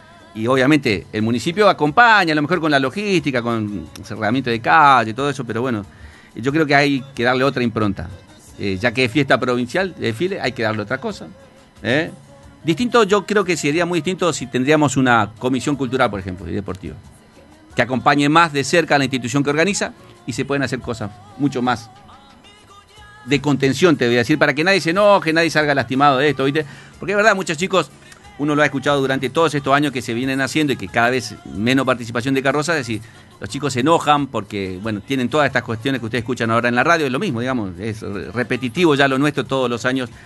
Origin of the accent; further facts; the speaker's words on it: Román, Santa Fe, Argentina; somos acá de Román, Santa Fe, provincia de Santa Fe, República Argentina, departamento San Javier.